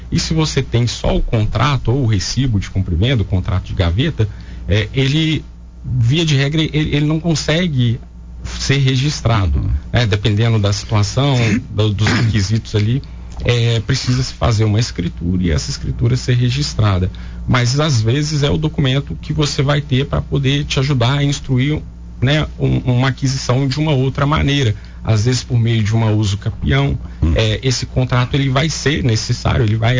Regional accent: Minas Gerais, Brazil; now in Coronel Fabriciano, Brazil; Sou do Vale do Aço, mas em Fabriciano mesmo há 7 anos.

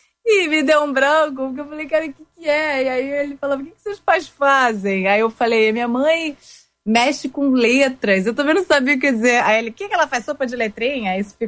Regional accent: Rio de Janeiro, Brazil; born there; Pô, nasci no Rio, de uma família, né? Minha mãe é do Rio também.

